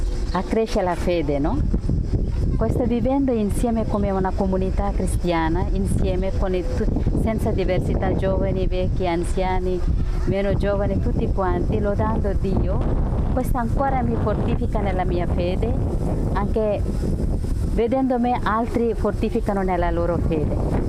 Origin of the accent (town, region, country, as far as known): India; Italian is a second language; moved away as an adult; now in Italy